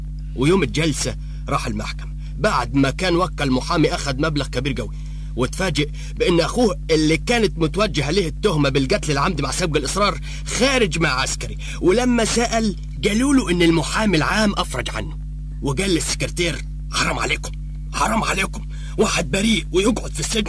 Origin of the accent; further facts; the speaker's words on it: Minya Governorate, Egypt; أقول لكم عن واحد من أبو جرجاس عندنا في المنيا